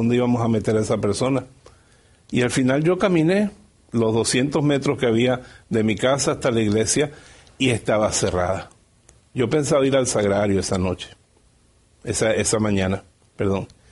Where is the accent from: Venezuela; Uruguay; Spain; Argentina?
Venezuela; born there; en mi pueblo pequeño en Venezuela, donde yo vivía